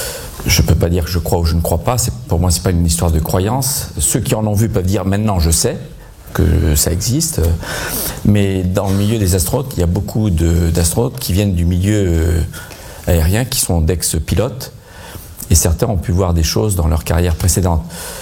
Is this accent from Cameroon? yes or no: no; France; je suis français